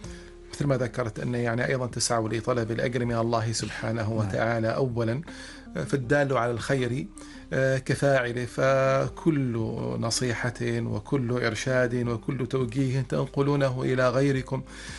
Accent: Oman; يرجع إلينا كعمانيين، سواء كنا في شرقها أم في غربها، في شمالها أم في جنوبها

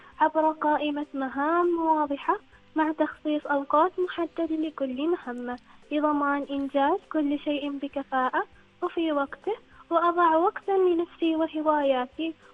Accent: Oman; بلادي عمان

